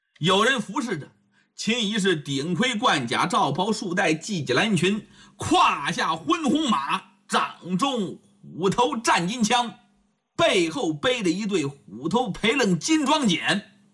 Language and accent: Chinese; Heze, Shandong, China; 就在我们老家菏泽那么一带啊，巨野呀，鄄城啊